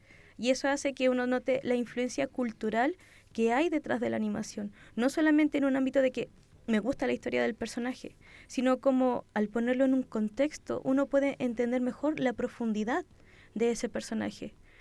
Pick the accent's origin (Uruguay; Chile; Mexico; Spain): Chile; uno les gusta porque se siente identificado como chileno.